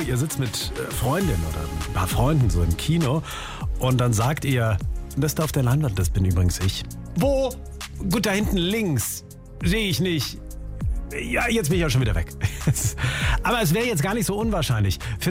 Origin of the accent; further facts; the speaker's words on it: North Rhine-Westphalia, Germany; Gedreht wird ab Ende Oktober unter anderem hier bei uns in NRW in Düren, Mönchengladbach, Düsseldorf, Köln, Wuppertal und Dortmund.